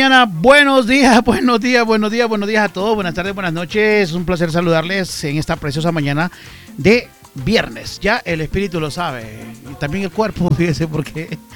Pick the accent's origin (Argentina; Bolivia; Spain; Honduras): Honduras; Jesús de Otoro, Intibucá; Yo soy de Jesús de Toro, Intibucá.